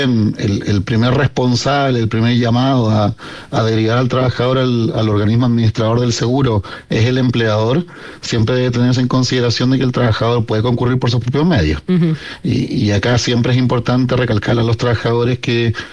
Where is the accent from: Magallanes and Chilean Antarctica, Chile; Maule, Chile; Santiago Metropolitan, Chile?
Magallanes and Chilean Antarctica, Chile; Punta Arenas; Yo soy de Punta Arenas.